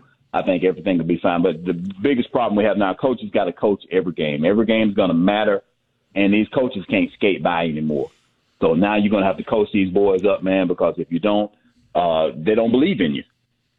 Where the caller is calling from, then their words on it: Alabama, United States; I'm from Walker County.